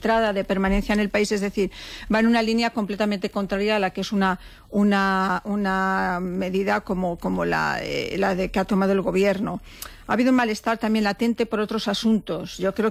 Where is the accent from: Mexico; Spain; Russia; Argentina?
Spain; Yo como española, por lo que quiero es que ante una crisis de esta todo el mundo cierre filas en torno a mi país